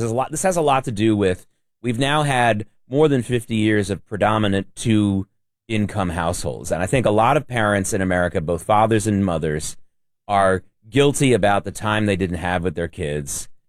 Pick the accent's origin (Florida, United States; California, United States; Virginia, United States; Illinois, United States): Virginia, United States; Norfolk; now in New York, United States; before I came to New York, I was growing up in Norfolk, Virginia. And my block in Norfolk, Virginia, which was upper middle class, but a little bit more than middle class neighborhood.